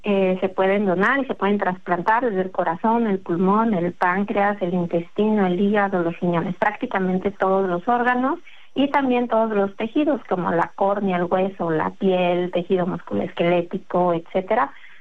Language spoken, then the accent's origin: Spanish; Mexico; es parte de lo que nos caracteriza a los mexicanos